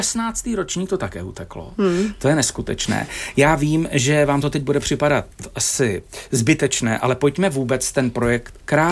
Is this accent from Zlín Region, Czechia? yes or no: no; Hradec Králové, Hradec Králové Region, Czechia; já jsem z Hradce Králové